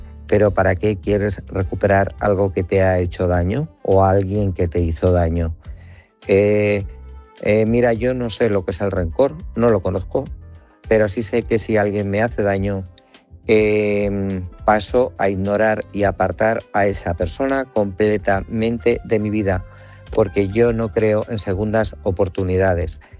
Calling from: Guadalajara, Castilla-La Mancha, Spain; Buenas noches, Álvaro. Corresponsales y oyentes. … de Guadalajara.

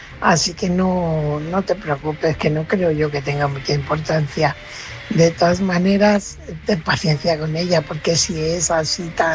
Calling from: Fuenlabrada, Community of Madrid, Spain

